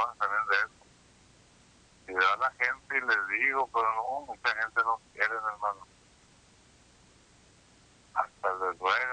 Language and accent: Spanish; Sinaloa, Mexico; now in Tijuana, Mexico; Soy de Sinaloa